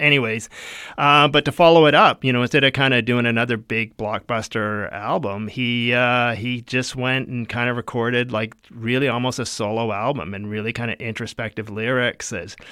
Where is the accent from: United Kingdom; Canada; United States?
Canada; Winnipeg, Manitoba; Like, I was a kid from Winnipeg. I hadn't heard